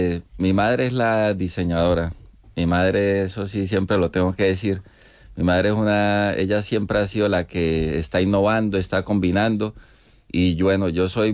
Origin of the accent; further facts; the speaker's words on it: Colombia; moved away as an adult; now in Toledo, Spain; Somos de Colombia, nosotros llegamos aquí a España en el 2020, llegamos 10 días antes del confinamiento.